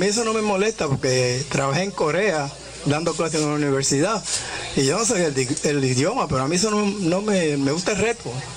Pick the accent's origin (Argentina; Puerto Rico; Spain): Puerto Rico; San Germán; born there; Yo nací en el Retiro, pero no el Retiro que está aquí al lado de Pueblo Nuevo.